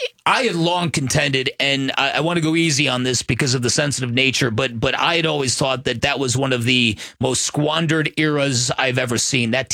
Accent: Chicago, Illinois, United States; as a youngster growing up in Chicago

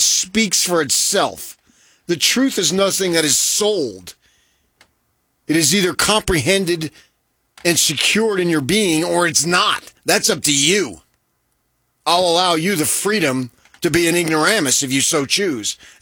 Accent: Northeast, United States; No, I'm from the Northeast, and I'm freaking downright darn proud of it.

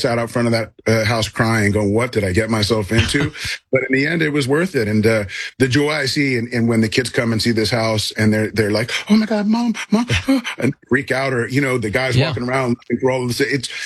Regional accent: Hollywood, California, United States; now in Tulsa, United States; I grew up in Hollywood in the San Fernando Valley, and that's where everything is filmed besides, you know?

